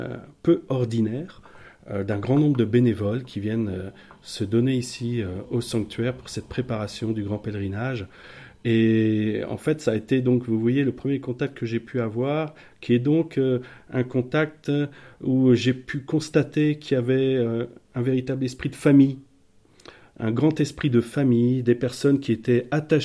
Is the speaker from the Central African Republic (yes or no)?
no; Brittany, France; moved away as an adult; now in Berry, France; je suis un breton qui est en train de se faire adopter dans le Berry.